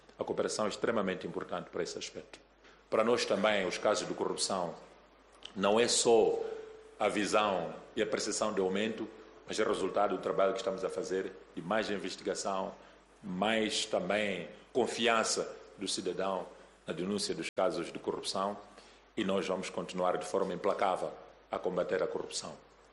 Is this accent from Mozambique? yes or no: yes; Mozambique; é o que nós todos pretendemos como moçambicanos